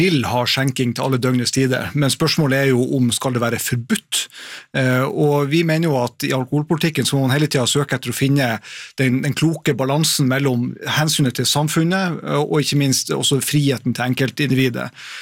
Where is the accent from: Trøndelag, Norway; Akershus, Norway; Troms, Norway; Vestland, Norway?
Troms, Norway; Harstad; sånn som det er i min hjemby Harstad, der er det en bensinstasjon